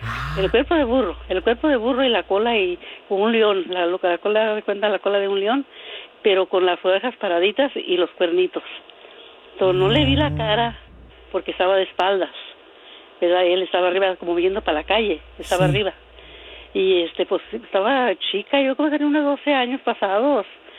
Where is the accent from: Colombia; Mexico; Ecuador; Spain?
Mexico; Jalisco; En México, yo soy de México, de Jalisco.